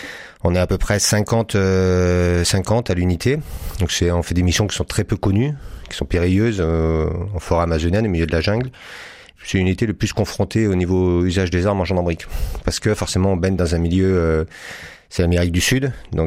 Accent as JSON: {"language": "French", "region": "Auvergne-Rhône-Alpes", "country": "France", "said": "Moi, je suis originaire de la région de Saint-Étienne. Je me suis rapproché du sud, comme beaucoup, pour le soleil et pour le climat."}